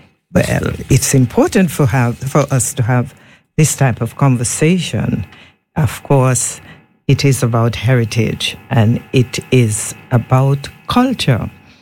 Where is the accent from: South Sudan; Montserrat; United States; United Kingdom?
Montserrat; Trials; where I grew up in Trials